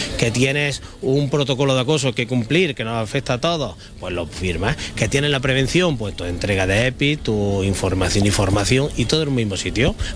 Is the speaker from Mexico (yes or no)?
no; Úbeda, Andalusia, Spain